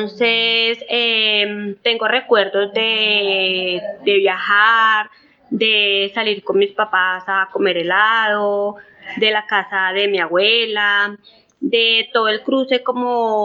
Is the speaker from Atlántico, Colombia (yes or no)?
no; Soacha, Cundinamarca, Colombia; born there; yo nací el 4 de noviembre de 1981 en Soacha, Cundinamarca. Actualmente tengo 44 años.